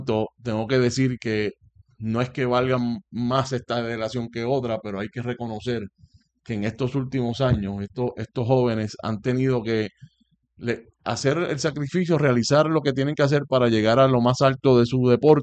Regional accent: Vega Baja, Puerto Rico; de Vega Baja, de mi pueblo.

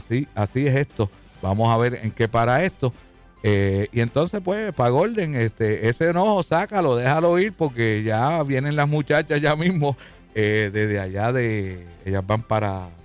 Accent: Puerto Rico

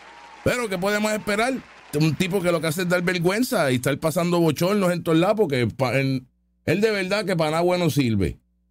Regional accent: Puerto Rico

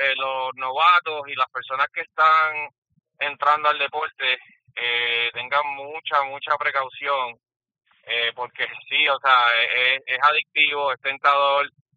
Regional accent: Puerto Rico

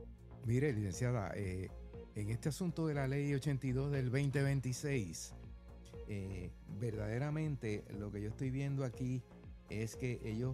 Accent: Puerto Rico; Y como aquí en Puerto Rico nuestra cultura no nos gusta eso

